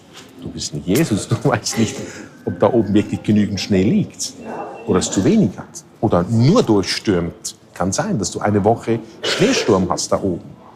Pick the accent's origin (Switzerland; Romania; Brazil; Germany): Switzerland; ich komme aus der Schweiz und ich kenne natürlich die Situation in den Bergen.